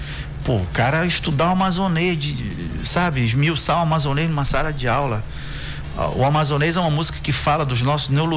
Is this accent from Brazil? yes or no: yes; Terra Santa, Pará, Brazil; now in Manaus, Brazil; Eu sou do interior também, eu sou de Terra Santa e nossa região é a mesma, é limítrofe.